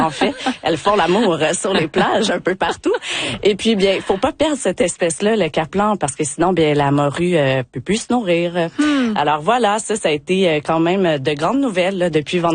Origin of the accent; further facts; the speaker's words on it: Quebec, Canada; vous pouvez l'entendre par mon accent, je suis québécoise là